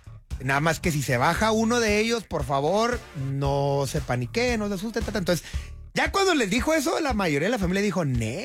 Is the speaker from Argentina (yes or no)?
no; Mexico; yo como buen mexicano